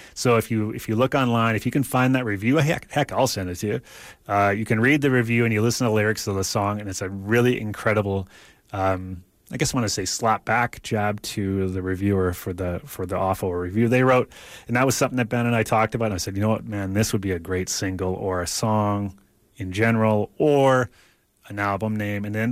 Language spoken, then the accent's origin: English; Regina, Saskatchewan, Canada; I'm from Regina. I'm a punk rock fan.